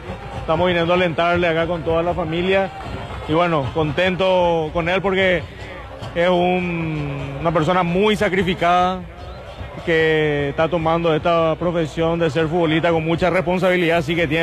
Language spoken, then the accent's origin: Spanish; Asunción, Paraguay; No, nosotros somos acá de la zona de Asunción.